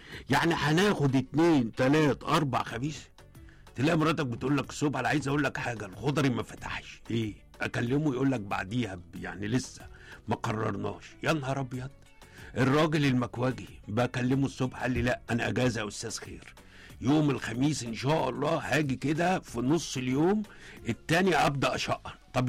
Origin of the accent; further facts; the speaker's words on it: Egypt; احنا كمصريين